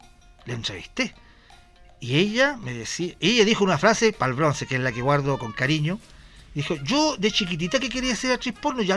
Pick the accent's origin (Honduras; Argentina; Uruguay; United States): Uruguay; porque el mercado uruguayo, porque soy uruguayo y el mercado está medio falso